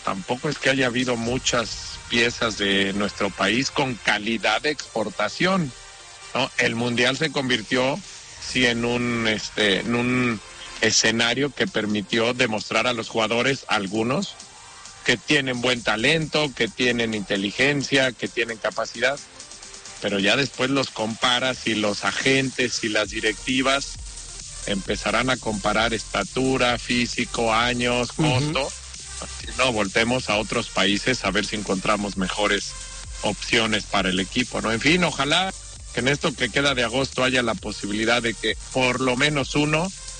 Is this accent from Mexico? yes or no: yes; Mexico; el mercado mexicano tampoco tiene un gran cartel, ¿no? No somos los argentinos